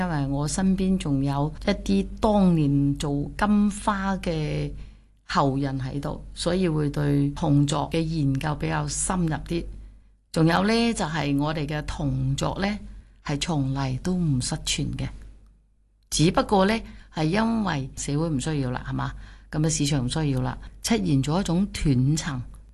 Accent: Foshan, Guangdong, China; 刻出嚟我哋佛山人講嘅叫做湛紙啊，湛公仔紙、湛紙，以前喺我哋佛山地區係好流行嘅。

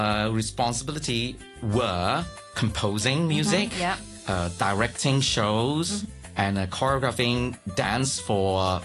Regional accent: Malaysia; moved away as an adult; now in Hong Kong; as a Malaysian, we tend to speak different languages.

